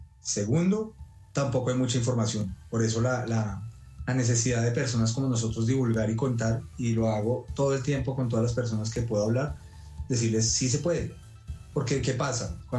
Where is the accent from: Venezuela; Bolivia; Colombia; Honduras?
Colombia; nosotros como colombianos